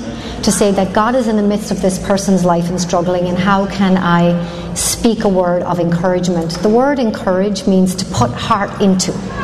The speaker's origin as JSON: {"language": "English", "country": "Ireland", "said": "So I'm Irish"}